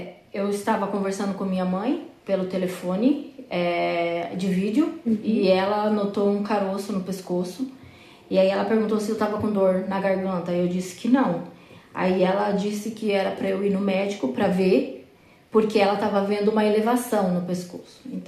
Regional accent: Iguatemi, Mato Grosso do Sul, Brazil; Ah, e venho do Mato Grosso do Sul. Brasil, Mato Grosso do Sul. E Guatemi é uma pequena cidade que fica na fronteira do Paraguai e Argentina.

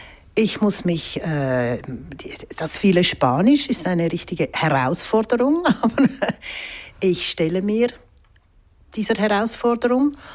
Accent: Zurich, Switzerland; komme aus Zürich, aus der Stadt.

